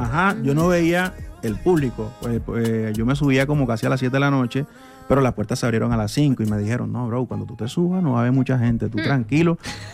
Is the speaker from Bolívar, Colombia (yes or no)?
yes; Cartagena, Bolívar, Colombia; Yo también soy de Cartagena.